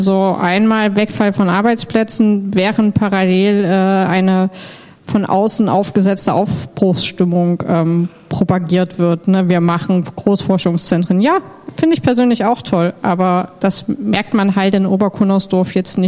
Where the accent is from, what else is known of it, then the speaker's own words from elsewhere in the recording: Dresden, Saxony, Germany; Jetzt bin ich in Dresden aufgewachsen